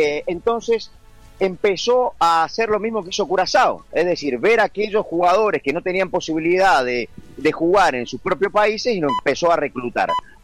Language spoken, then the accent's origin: Spanish; Argentina; Somos de Argentina.